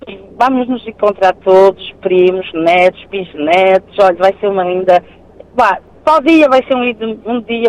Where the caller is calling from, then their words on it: Portugal; Então, eu sou de Sacurelho